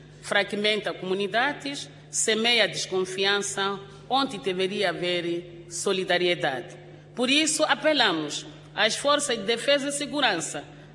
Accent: Mozambique

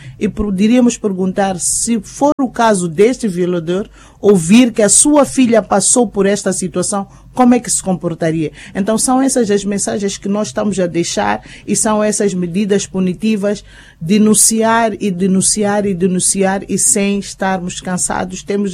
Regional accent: Xidenguele, Gaza, Mozambique; born there; Xidenguele é onde eu nasci

